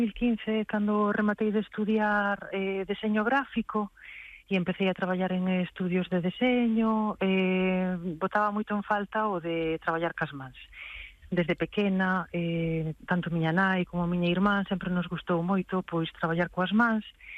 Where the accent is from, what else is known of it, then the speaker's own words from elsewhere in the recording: Santa Uxía de Ribeira, Galicia, Spain; also born or lived in New Jersey, United States; eu son de Santa Uxía de Ribeira, como moita xente da zona, pois emigramos. Entón, meus pais traballaban en Estados Unidos, en New Jersey, e eu estuve alá vivindo con eles cando era pequena, hasta os 12 anos.